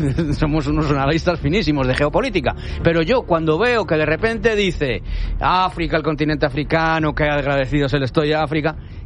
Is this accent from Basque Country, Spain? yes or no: no; Madrid, Community of Madrid, Spain; Yo soy de Moratalaz.